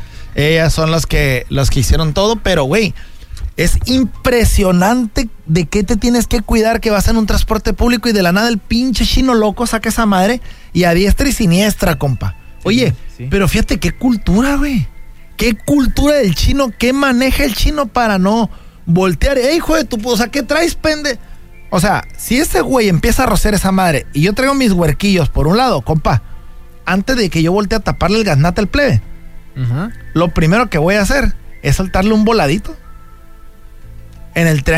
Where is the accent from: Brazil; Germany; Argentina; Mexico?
Mexico; Nosotros como mexicanos